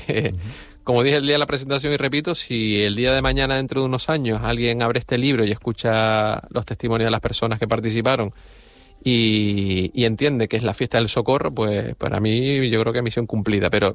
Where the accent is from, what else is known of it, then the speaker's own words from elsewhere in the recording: Güímar, Canary Islands, Spain; sobre todo al estar fuera de Güímar y decir, oye, soy de Güímar, y preguntarte a la gente